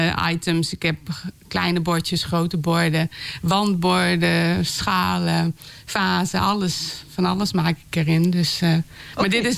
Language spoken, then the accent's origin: Dutch; Groningen, Netherlands; Ik ben ook geboren in de Reiderwolderpolder. Dus ben een boerendochter.